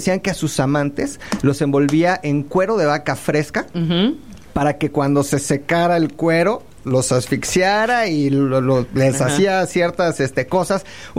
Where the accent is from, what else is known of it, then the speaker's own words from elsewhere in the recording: Mexico City, Mexico; No nacer, nací ahí pegadito en el Hospital de México, en la Escandón, pero sí crecer, ¿no? Desde el 85, desde el 86, porque yo nací en el 85, pues yo viví ahí.